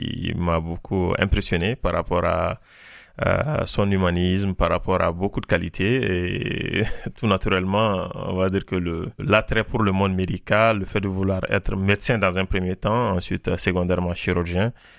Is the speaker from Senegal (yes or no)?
no; Mali; moved away as an adult; now in Montpellier, France; mon enfance au Mali